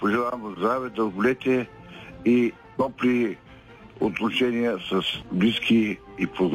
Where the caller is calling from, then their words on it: Teteven, Lovech Province, Bulgaria; съм от Тетевен.